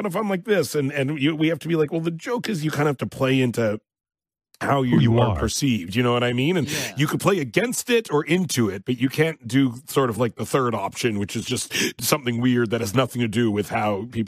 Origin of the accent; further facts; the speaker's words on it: Canada; Oh, me too. As a Canadian, like, that was it.